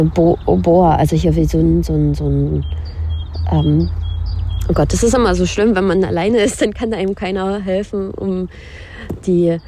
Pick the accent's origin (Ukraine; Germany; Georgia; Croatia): Ukraine; als ich das erste Mal wieder in der Ukraine war, also so richtig in meiner Heimatstadt und dann die Zerstörung gesehen habe